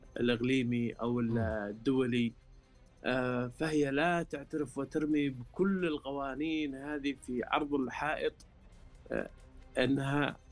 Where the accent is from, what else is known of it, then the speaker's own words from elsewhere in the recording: Yemen; now in Riyadh, Saudi Arabia; كشعب واحد كشعب مثلا يمنيين،